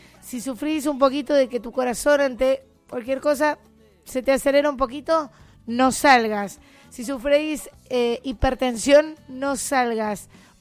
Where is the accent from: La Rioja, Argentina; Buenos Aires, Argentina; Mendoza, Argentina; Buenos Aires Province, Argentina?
Mendoza, Argentina; que tenemos los mendocinos